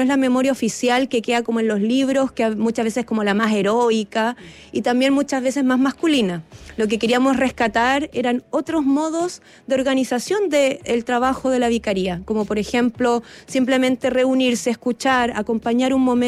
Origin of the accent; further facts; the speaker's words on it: Chiloé, Los Lagos, Chile; moved away; also born or lived in Santiago / Puerto Montt; Yo soy chilota.